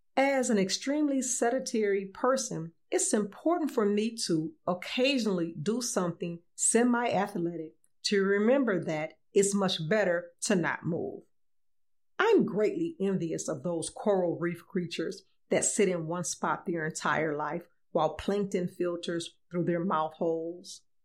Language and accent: English; Illinois, United States; moved away; The race is in my hometown in Illinois